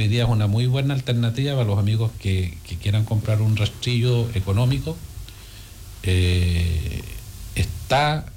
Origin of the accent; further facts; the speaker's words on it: Patagonia, Chile; como buenos chilenos, no sé si de Arica a Punta Arenas o hablemos como buenos patagones